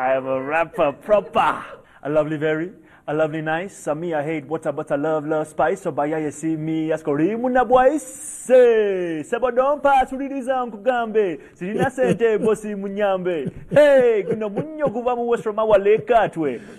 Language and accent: English; Uganda; also born or lived in New York, United States; You know, I'm from Uganda but I also grew up in New York.